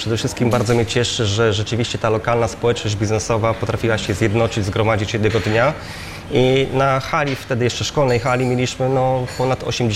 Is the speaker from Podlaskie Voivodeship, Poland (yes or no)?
no; Lębork, Pomeranian Voivodeship, Poland; Pierwsze były w Lęborku, czyli z mojego rodzinnego miasta.